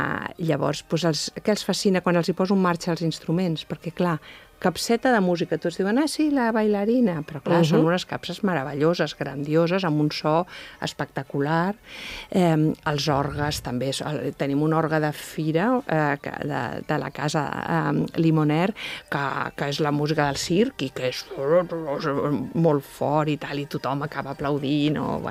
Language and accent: Catalan; Barcelona, Catalonia, Spain; moved away as an adult; now in La Buerda, Spain; jo vivia i soc de Barcelona, però el meu pare, els meus arrels, per part de pare, són d'aquest poble del Pirineu aragonès